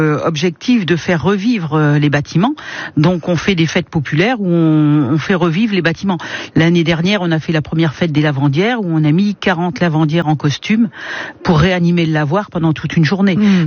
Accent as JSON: {"language": "French", "region": "Hauts-de-France", "country": "France", "tie": "born or raised there", "moved": "yes", "lives_now": "Auneuil, France", "said": "je ne suis pas natif d'Auneuil. Moi, je suis natif du Nord. Je suis à Auneuil depuis 2010."}